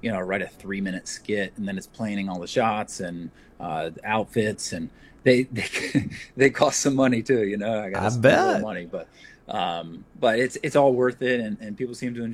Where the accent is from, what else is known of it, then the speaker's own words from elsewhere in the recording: Tampa, Florida, United States; moved away as an adult; now in Philadelphia, United States; I was raised in a Baptist church, and I'm from Tampa, Florida originally, moved up to Philadelphia for work.